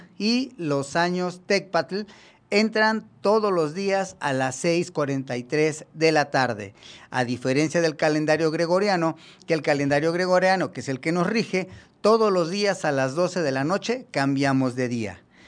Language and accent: Spanish; Mexico